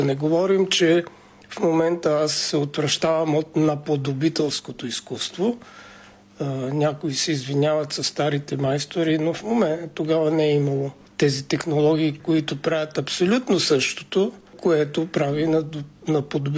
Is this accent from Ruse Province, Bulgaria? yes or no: no; Montana, Montana Province, Bulgaria; born there; moved away as an adult; now in Shumen, Bulgaria; роден съм в Монтана, град Монтана, не щат Монтана. Ами там, сега както го цитират, северо-западналия край